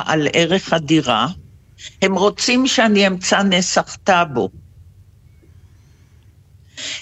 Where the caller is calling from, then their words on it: Beersheba, Southern District, Israel; אני בת 70, ואני גרה בבאר שבע.